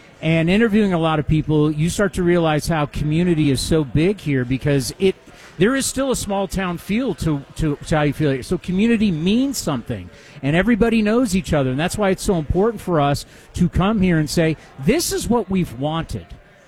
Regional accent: San Diego, California, United States; moved away as an adult; also born or lived in San Jose, California; I grew up in San Diego, and there was no such thing as hockey until Wayne Gretzky showed up to the Los Angeles Kings

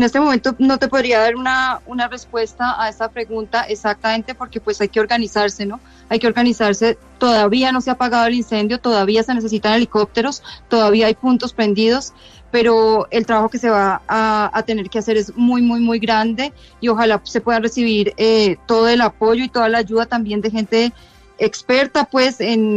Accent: Villa de Leyva, Boyacá, Colombia; Yo soy de acá de Villa de Leyva

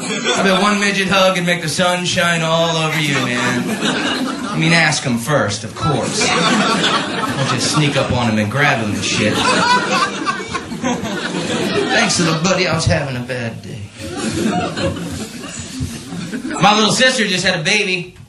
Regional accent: Orlando, Florida, United States; I'm originally from Florida, everybody.

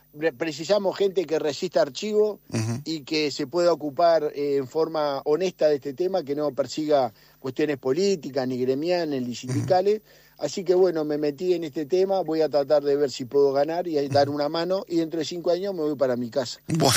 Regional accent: Montevideo, Uruguay; moved away as an adult; now in Pan de Azúcar, Uruguay; yo soy de Montevideo, de Industria y Comercio, ahora estoy viviendo en Pan de Azúcar, en Maldonado, porque después que me jubilé, me fui con mi señora a vivir.

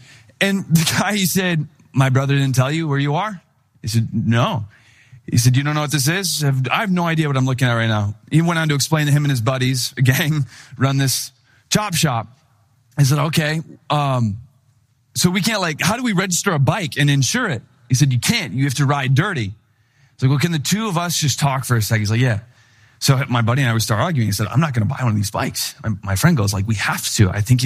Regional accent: Wisconsin, United States; moved away as an adult; He and I, we grew up in Wisconsin, and now we were in Chicago. We're not really wise to the whole like city life

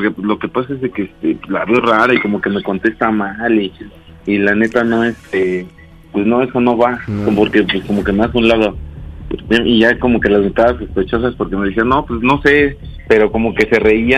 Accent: Mexico City, Mexico; Tengo 24 años y soy aquí de la Ciudad de México.

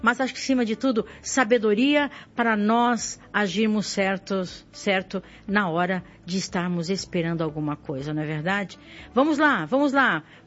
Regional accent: São Paulo, Brazil; Eu nasci aqui, sou da Gema, Eu sou paulistana, nasci aqui na... Aqui na...

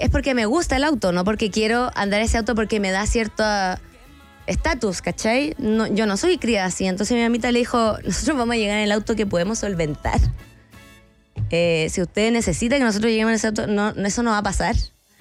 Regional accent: Puebla, Mexico; como si hay gente que no me conoce y no conoce mi identidad, un poquito vengo de Puebla.

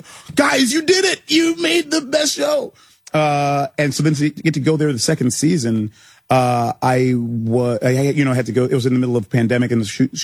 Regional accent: Ghana; they know that I'm Ghanaian. Mm-hmm. My mother's Ghanaian.

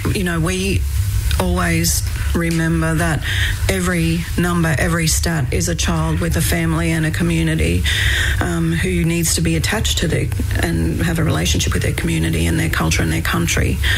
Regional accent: Queensland, Australia; So I'm a Kabi Kabi woman. I'm from the Sunshine Coast.

